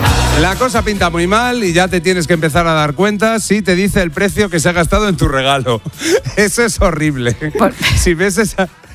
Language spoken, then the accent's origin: Spanish; Salamanca, Castile and León, Spain; yo que soy de Salamanca, en Guijuelo